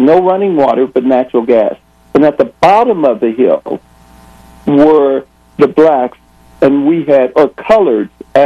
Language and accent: English; Texas, United States; I was born in the Piney Woods of East Texas in a house with no plumbing or electricity.